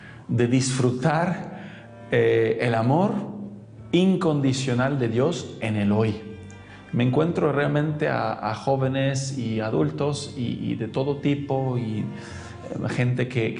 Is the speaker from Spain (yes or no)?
no; Italy; first language German; Spanish is a second language; soy italiano, de habla alemana